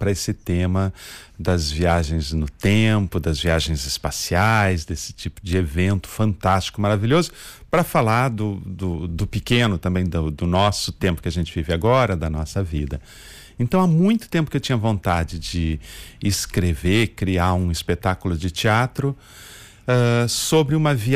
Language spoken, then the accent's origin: Portuguese; Porto Alegre, Rio Grande do Sul, Brazil; eu sou de Porto Alegre, uma cidade do sul do Brasil, uma pequena cidade